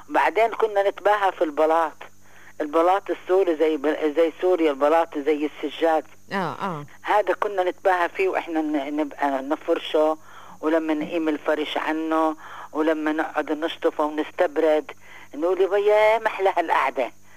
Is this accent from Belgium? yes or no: no; Palestine; moved away; هذا هو التراث الاصلي اللي بيميزنا ان احنا فلسطينية. واحنا كنا بالداخل، واحنا ان بيوتنا، واحنا ان اراضينا، وخرجنا منها مش برضاية خاطرنا.